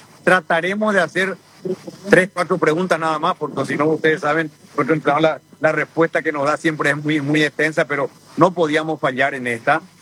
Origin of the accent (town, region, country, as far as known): Paraguay